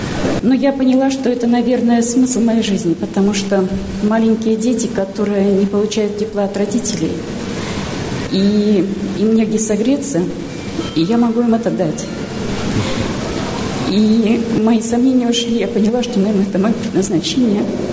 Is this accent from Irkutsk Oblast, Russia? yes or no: yes; Irkutsk, Irkutsk Oblast, Russia; я из Иркутска.